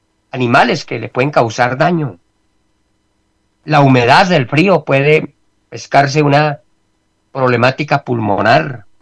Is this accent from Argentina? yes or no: no; Colombia; Lo que está aconteciendo aquí en nuestra amada Colombia